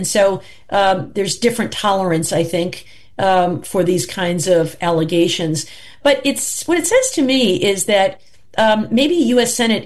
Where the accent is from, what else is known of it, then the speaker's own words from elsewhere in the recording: Michigan, United States; We've done that in my home state of Michigan.